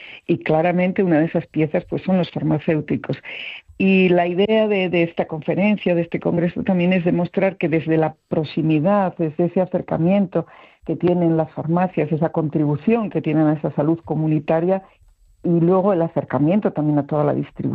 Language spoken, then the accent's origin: Spanish; Asturias, Spain; Siendo asturiana y hablando con amigos asturianos